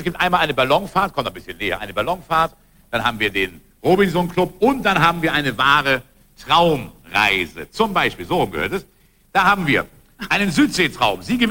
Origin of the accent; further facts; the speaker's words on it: Hamburg, Germany; ich bin Hamburger, ja.